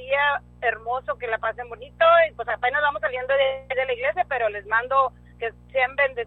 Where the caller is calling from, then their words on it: San Juan, Texas, United States; De San Juan, Texas.